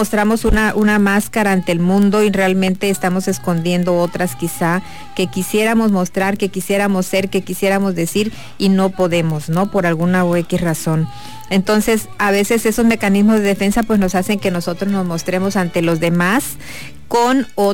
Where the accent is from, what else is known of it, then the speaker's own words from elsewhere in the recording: Mexico; la mayoría somos grandes mexicanos que queremos lo mejor para nuestro país.